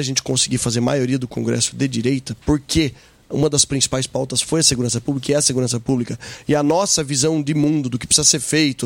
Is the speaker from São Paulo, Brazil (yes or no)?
yes; Sorocaba, São Paulo, Brazil; sabe que eu sou sorocabano, né?